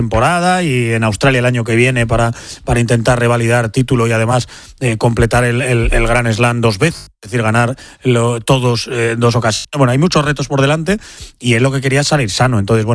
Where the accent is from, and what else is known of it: Spain